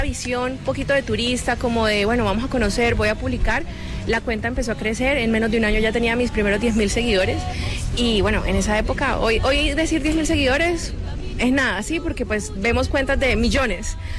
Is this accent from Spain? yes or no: no; Colombia; also born or lived in Venezuela; yo soy colombiana, pero viví más o menos como 18 años de mi vida en Venezuela